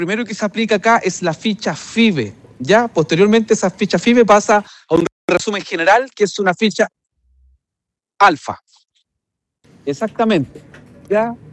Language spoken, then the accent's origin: Spanish; Chile; yo se lo digo ya no como alcalde, como vecino, como chileno común y corriente, yo no sé qué pasó.